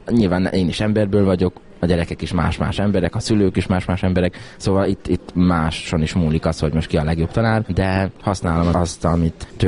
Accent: Kápolna, Heves, Hungary; Én Heves megyében, Kápolnán nőttem fel, egy zenész cigány családban, egy 7 gyermekes családban

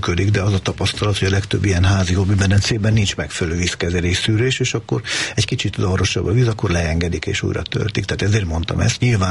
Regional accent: Transdanubia, Hungary; én Dunántúli vagyok

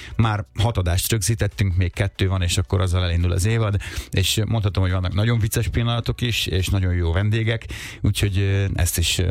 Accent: Lajosmizse, Bács-Kiskun, Hungary; also born or lived in Kecskemét; a szülővárosomban, vagyis abban a városban, ahol felnőttem, Lajosmizsén, mert Kecskeméten születtem, de ugye Lajosmizsén nevelkedtem

